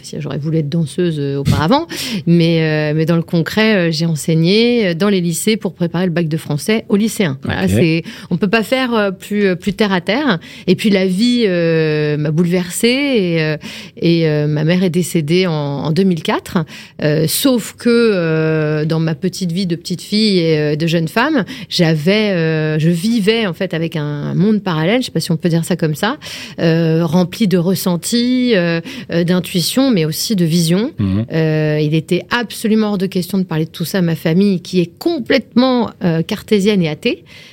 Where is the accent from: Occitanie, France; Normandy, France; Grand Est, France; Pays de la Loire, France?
Normandy, France; moved away; also born or lived in Brittany; Je viens de la Normandie. Je suis normando-bretonne. J'y tiens.